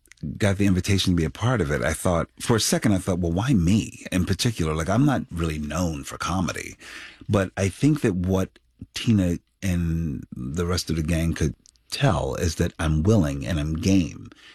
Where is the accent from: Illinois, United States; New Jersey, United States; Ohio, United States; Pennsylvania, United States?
Pennsylvania, United States; Philadelphia; I come from a very humble place. I come from West Philadelphia. Inner city West Philadelphia, where, you know, a lot of blue collar folks. I was the first in my family to go to college.